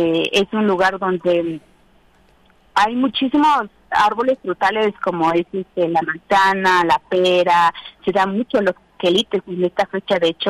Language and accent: Spanish; Oaxaca, Mexico; first language Triqui; Spanish is a second language; quiero dar un mensaje, un saludo en mi lengua materna triqui alta